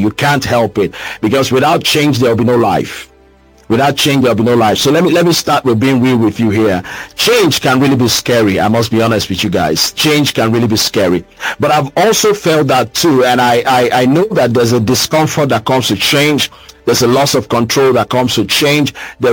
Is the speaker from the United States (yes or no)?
no; Rivers, Nigeria; I'm from River State, for example, and I go to the riverine sometimes.